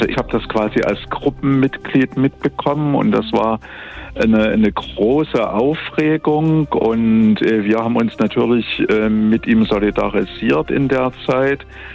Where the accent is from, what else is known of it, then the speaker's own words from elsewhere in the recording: Dresden, Saxony, Germany; now in Thuringia, Germany; Ja, ich bin ja kein Thüringer. Ich bin ja gebürtiger Dresdner